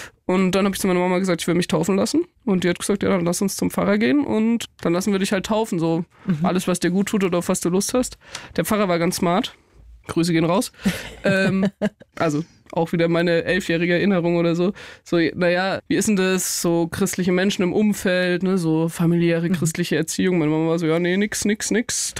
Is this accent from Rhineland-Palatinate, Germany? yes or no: no; Nittenau, Bavaria, Germany; ich bin in Nittenau aufgewachsen. Es ist wirklich mitten im Bayerischen Wald, also in der Oberpfalz.